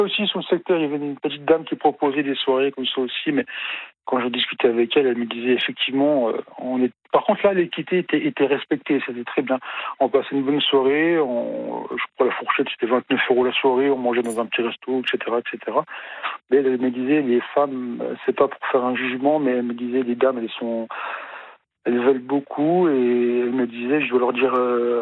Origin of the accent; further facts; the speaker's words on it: Grand Est, France; Non, mais comme je suis lorrain, vosgien d'origine, du coup.